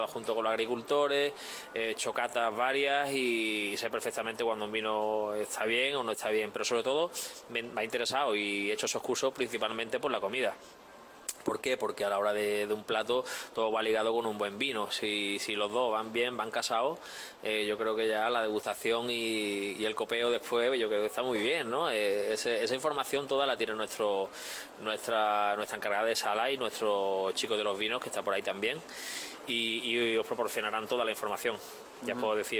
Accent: Málaga, Andalusia, Spain; en Málaga, yo soy malagueño

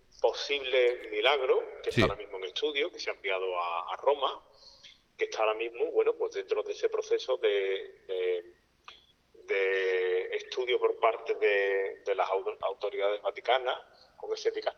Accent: Seville, Andalusia, Spain; mi ciudad natal, con Sevilla.

